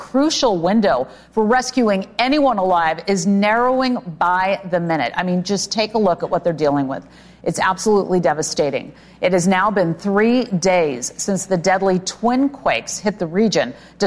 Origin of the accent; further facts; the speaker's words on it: California, United States; California is my home state